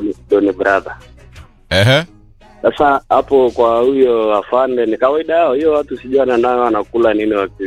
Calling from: Elgeyo-Marakwet County, Kenya; Mimi natoka Elgeyo Marakwet.

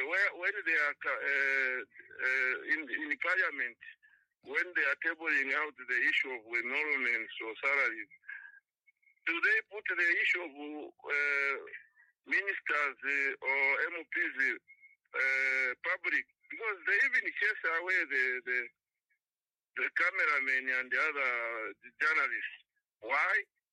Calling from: Ndola, Copperbelt, Zambia; calling from Ndola.

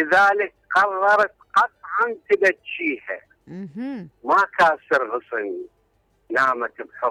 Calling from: Iraq; خصوصا عندنا بالعراق

